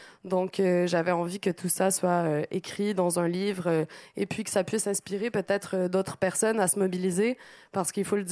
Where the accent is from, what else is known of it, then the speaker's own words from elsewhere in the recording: Quebec, Canada; moved away as an adult; now in Paris, France; je suivais à distance du Québec parce que je suis originaire du Québec. Donc, quand je suis arrivée à Paris